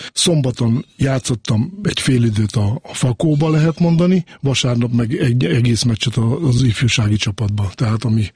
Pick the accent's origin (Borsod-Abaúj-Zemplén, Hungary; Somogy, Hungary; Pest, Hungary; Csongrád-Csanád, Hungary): Borsod-Abaúj-Zemplén, Hungary; born there; születtem Borsodba